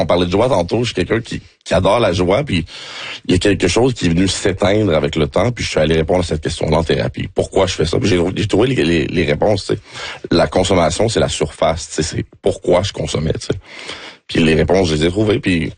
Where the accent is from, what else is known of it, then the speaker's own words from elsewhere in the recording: Montréal-Nord, Quebec, Canada; born there; Mais je suis né à Montréal-Nord, par exemple.